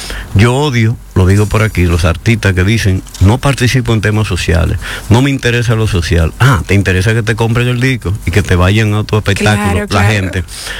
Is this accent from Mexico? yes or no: no; Dominican Republic; moved away